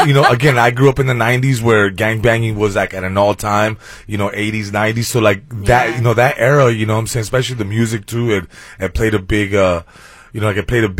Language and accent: English; San Fernando, California, United States; growing up in San Fernando, where you know, where I was a young child, mm-hmm. It was all over the place. Yeah. You know, I grew up right near San Fernando Mission Lord Canyon.